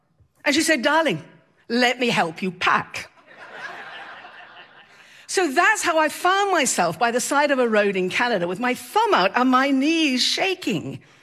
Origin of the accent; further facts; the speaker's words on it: the north of England, United Kingdom; now in Maryland, United States; I am originally from England, from the north of England, and I now live in Maryland.